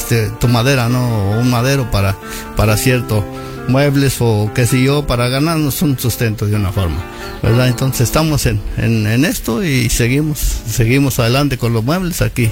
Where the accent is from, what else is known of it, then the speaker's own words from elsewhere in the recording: San Bartolo Tututepec, Hidalgo, Mexico; also born or lived in Tierra Fuerte, Hidalgo; yo soy originario de Tierra Fuerte y el paraíso Tierra Fuerte, de una forma que Hidalgo también. Ya aquí llegué de 3 añitos aquí a la colonia Los Reyes